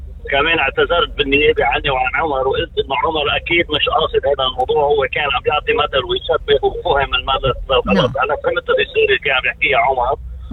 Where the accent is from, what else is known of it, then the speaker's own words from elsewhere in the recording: Lebanon; مش بس عندنا بلبنان، حتى بإسرائيل صارت، بأمريكا صارت